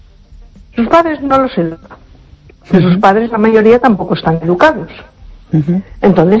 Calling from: A Coruña, Galicia, Spain; de Coruña.

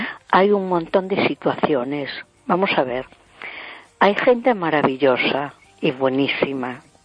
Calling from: A Coruña, Galicia, Spain; de Coruña.

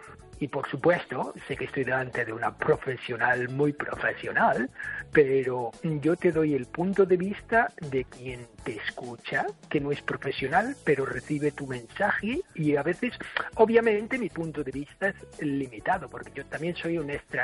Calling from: Ireland; Spanish is a second language; Yo soy irlandés y te prometo que cuando hablo en inglés hablo bastante más rápido que cuando hablo en español, porque obviamente mi español no es tan fluido como mi inglés.

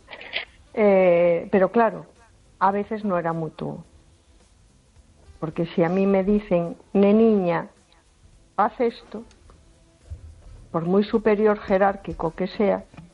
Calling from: A Coruña, Galicia, Spain; de Coruña.

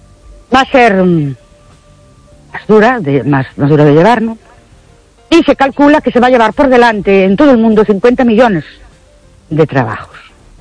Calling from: Ourense, Galicia, Spain; soy animadora de Urense.

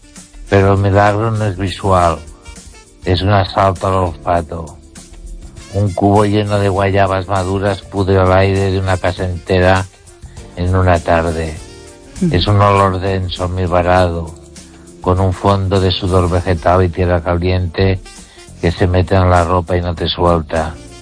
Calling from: Ourense, Galicia, Spain; de Orense.

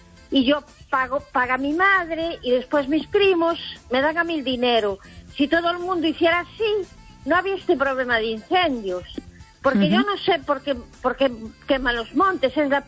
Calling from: A Coruña, Galicia, Spain; de La Coruña.

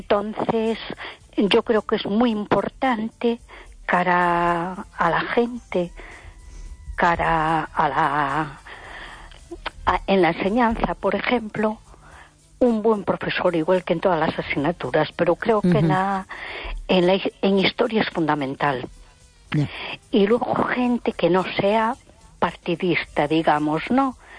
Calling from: A Coruña, Galicia, Spain; de Coruña.

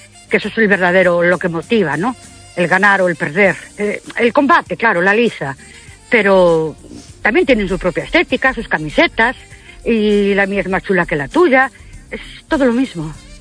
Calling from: Ourense, Galicia, Spain; de Ourense

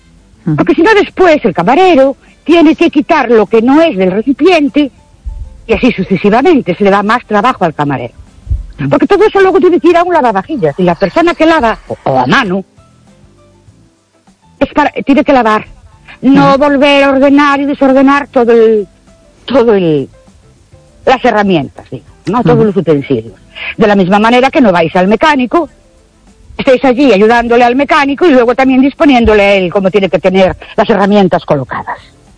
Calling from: Ourense, Galicia, Spain; de Ourense otra vez.

